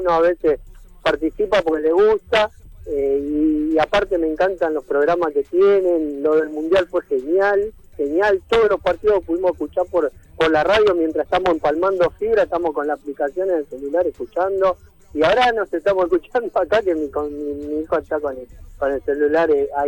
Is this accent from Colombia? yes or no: no; Morón, Buenos Aires Province, Argentina